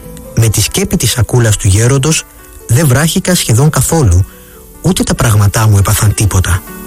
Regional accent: Finland; Greek is a second language; Είχε μεγάλη υπομονή και ρωτούσε για την πατρίδα μου, τη Φινλανδία, και για την εκκλησία μας

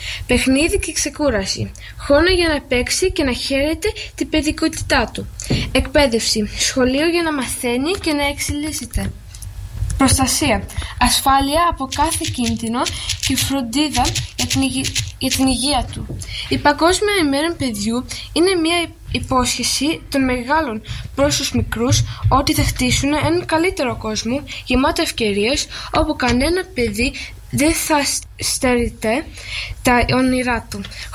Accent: Corfu, Ionian Islands, Greece; first language Greek; now in London, United Kingdom; Κατάγομαι από την Κέρκυρα, όμως μένω στο Λονδίνο. Εγώ μιλάω 5 γλώσσες, αγγλικά, ελληνικά, ισπανικά, γαλλικά και λίγο γερμανικά. Η πρώτη μου γλώσσα είναι ελληνικά.

